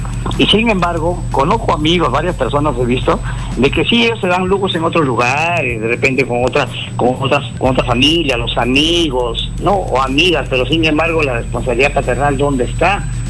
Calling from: Huaura, Lima, Peru; llamo desde Guaura.

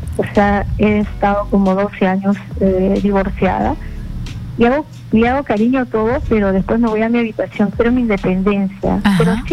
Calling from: Lima, Peru; Del Cercado de Lima.

